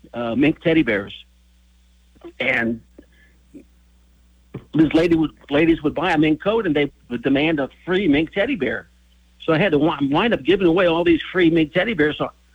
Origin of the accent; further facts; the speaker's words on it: Cincinnati, Ohio, United States; I'm born and raised in Cincinnati, Ohio.